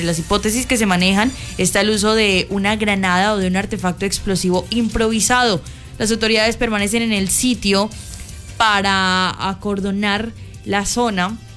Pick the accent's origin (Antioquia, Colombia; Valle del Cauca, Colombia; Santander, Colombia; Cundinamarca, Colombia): Santander, Colombia; Bucaramanga; lo que nos interesa a nosotros como santandereanos, como bumangueses